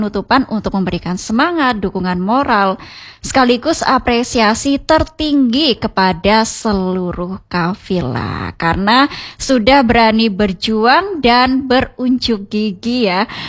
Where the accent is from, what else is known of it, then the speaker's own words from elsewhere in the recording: Banten, Indonesia; kita warga Banten ya